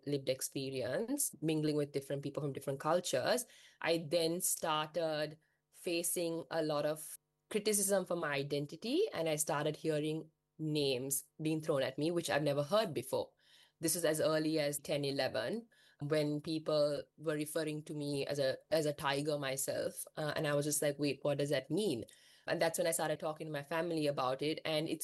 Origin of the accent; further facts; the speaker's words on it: Colombo, Western Province, Sri Lanka; I was born in Colombo. I have lived there for almost entirely my entire life.